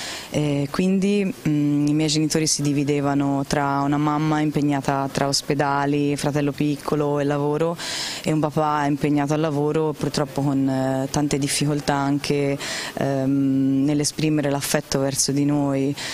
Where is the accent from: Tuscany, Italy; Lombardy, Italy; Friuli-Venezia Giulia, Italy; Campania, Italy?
Tuscany, Italy; born or raised there